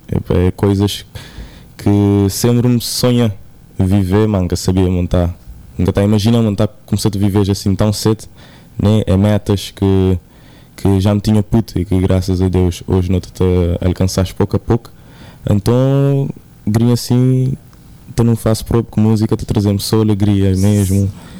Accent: Sal, Cape Verde; also born or lived in São Vicente (birthplace, uncertain ASR); Sal. Nunca nasci ali, nasci na São Sendo, mas criei toda a minha vida ali na sala. Então, te considero a mim mesmo um salgadinho.

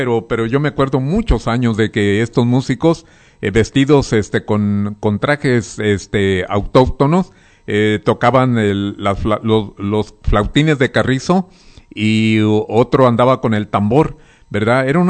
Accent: Nayarit, Mexico; moved away; Igual panza verde, así nos dicen a los que somos de ahí de Santiago de la Costa, panzas verdes

